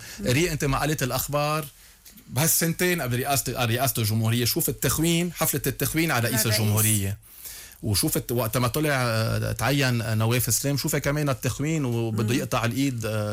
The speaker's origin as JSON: {"language": "Arabic", "country": "Lebanon", "said": "أنا كلبناني افتخرت إني لبناني،"}